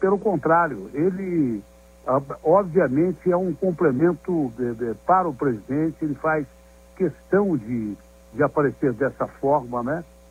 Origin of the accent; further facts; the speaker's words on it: Ribeirão Preto, São Paulo, Brazil; O Alckmin é um cara do interior, tranquilo, caipirão que nem eu, ele é de Pinda, eu sou de Ribeirão Preto, né?